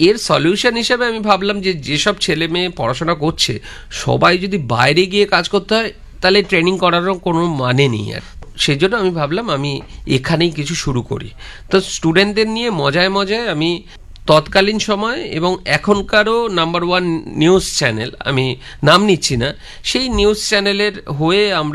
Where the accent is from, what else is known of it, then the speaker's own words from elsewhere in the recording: Kolkata, West Bengal, India; কলকাতাতেই ছিলাম আমি ছোটবেলা থেকে, কলকাতাতেই বড় হয়েছি